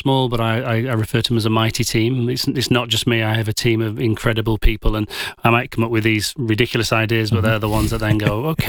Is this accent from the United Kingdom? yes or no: yes; England, United Kingdom; now in Adelaide, Australia; as an Englishman